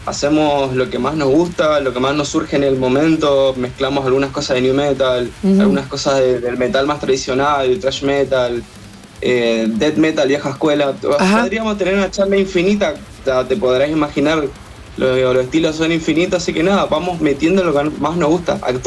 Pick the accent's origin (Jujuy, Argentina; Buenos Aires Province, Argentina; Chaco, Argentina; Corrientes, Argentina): Chaco, Argentina; Resistencia; Nosotros somos de Resistencia Chaco. Somos toda una banda de capital nomás.